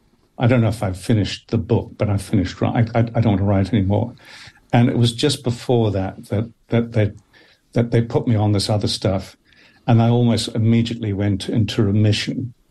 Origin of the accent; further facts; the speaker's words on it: Dunedin, Otago, New Zealand; I grew up in Dunedin, and in Dunedin, you never really imagined that you would have like I did, a career on the screen of one kind or another.